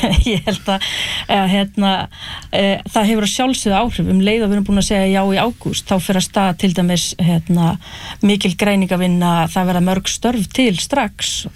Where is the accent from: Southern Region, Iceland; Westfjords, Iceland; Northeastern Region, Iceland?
Northeastern Region, Iceland; Hrísey; að ég brálst upp í Hrísi og horfði að sjá rútverðin þar hrynja